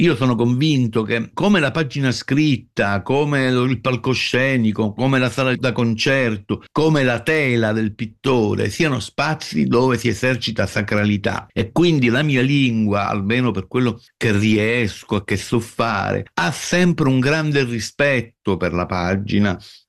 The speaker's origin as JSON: {"language": "Italian", "region": "Sicily", "country": "Italy", "said": "Io sono un siciliano"}